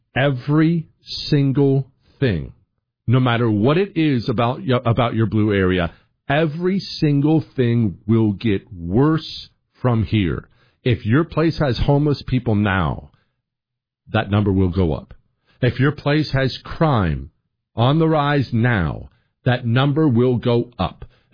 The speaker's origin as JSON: {"language": "English", "region": "Rocky Mountains", "country": "United States", "tie": "born or raised there", "said": "I grew up in the Rocky Mountains myself, spent a lot of time in Denver."}